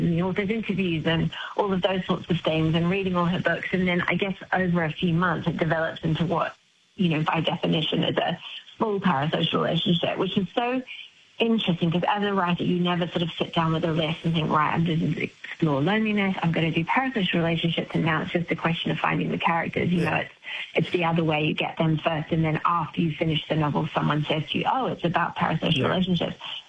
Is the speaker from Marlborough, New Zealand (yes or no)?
no; Palmerston North, Manawatū-Whanganui, New Zealand; born or raised there; also born or lived in Foxton